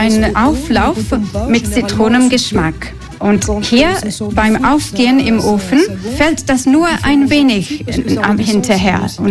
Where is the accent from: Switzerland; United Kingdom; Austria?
United Kingdom; England; German is a second language; now in Antibes, France; Ich bin ursprünglich aus England, aber es gefällt mir sehr, hier in Südfrankreich zu wohnen, besonders in Antibes